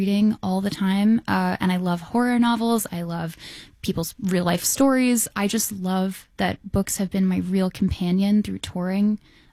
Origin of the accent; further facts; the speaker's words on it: Texas, United States; I get to meet people that I wish I knew growing up, and I get to meet people who really define what being Texan is to me, which is diversity, inclusion.